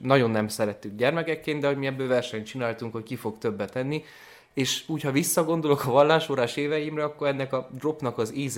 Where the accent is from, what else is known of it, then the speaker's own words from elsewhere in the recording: Agyagfalva, Harghita, Romania; nálunk Székelyföld azon részén, ahol felnőttem, legalábbis Agyakfalván